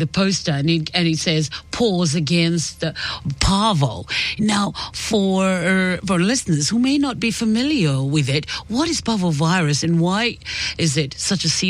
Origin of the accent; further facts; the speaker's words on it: Auckland, New Zealand; So I'm from Manurewa too.